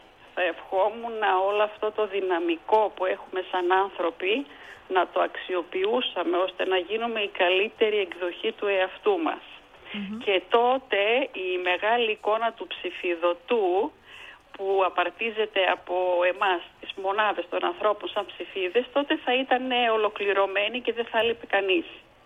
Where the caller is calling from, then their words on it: Greece; από τους Αμπελόκηπους.